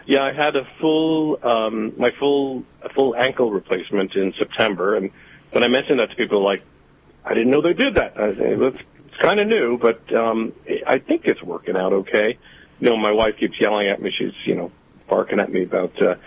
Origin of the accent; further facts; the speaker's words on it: Dublin, Leinster, Ireland; born there; also born or lived in New York City, United States; I was born in Dublin. As a child, we were in Inwood for a few years and then went back to Dublin.